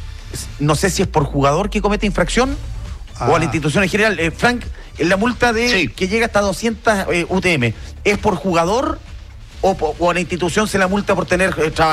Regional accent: Valdivia, Los Ríos, Chile; yo soy valdiviano y me la sé.

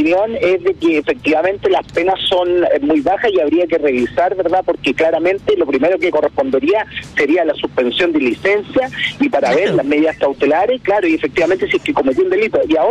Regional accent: Viña del Mar, Valparaíso, Chile; porque yo soy de la Quinta Región, soy de Viña del Mar, vi lo que ocurrió.

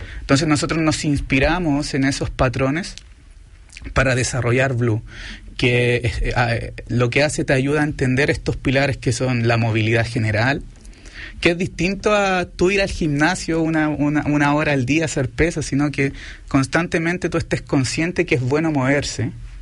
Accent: Valdivia, Los Ríos, Chile; Quería que sepan que en el sur de Chile, no lo dije, pero soy del sur, soy de Valdivia

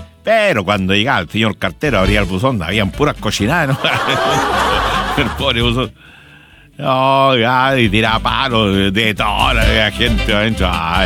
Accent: Chile; no reconoce el idioma de los chilenos. Identifica que... Y sigue insistiendo de que hablamos nosotros como argentinos.

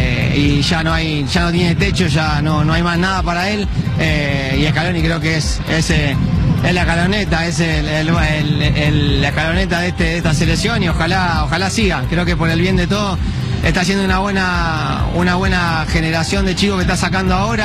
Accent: Argentina

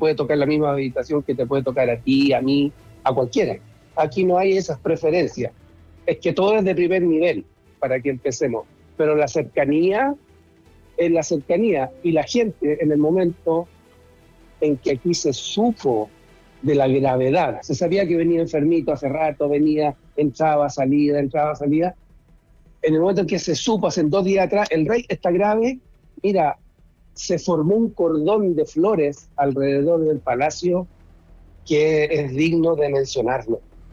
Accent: Chile; moved away as an adult; now in Norway; Yo voy todos los años a Chile, tengo parte de mi familia allá, parte de mi familia acá, y todo sigue igual. Estoy al día con mi Chile lindo, por supuesto.

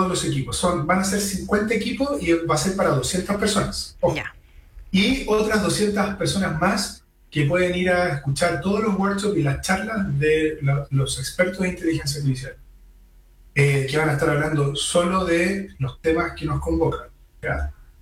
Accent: Chile; parte de mi rol como chileno

